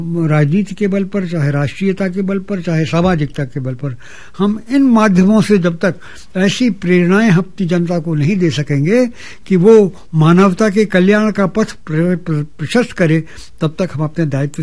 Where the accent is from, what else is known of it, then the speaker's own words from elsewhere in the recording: Madhya Pradesh, India; born there; moved away as an adult; also born or lived in Allahabad; मैं बुंदेलखंड का निवासी हूँ, यहाँ का रहें मध्य प्रदेश का व्यक्ति हूँ और मेरी प्रारंभिक शिक्षा मध्य प्रदेश में ही हुई।